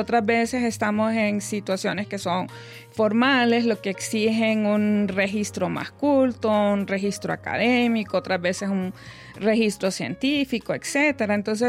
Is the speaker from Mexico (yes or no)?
no; Honduras; palabras de nuestro idioma, del español hondureño